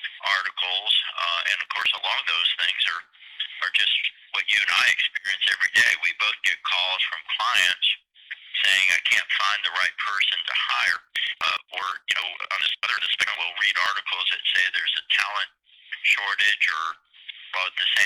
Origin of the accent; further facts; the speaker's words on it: Massachusetts, United States; now in North Texas, United States; my home state of Massachusetts.